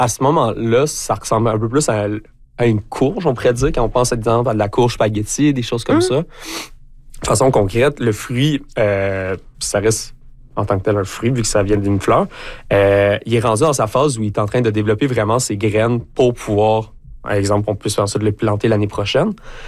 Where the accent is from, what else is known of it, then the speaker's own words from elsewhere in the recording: Gatineau, Quebec, Canada; Moi, à la base, je suis de Gatineau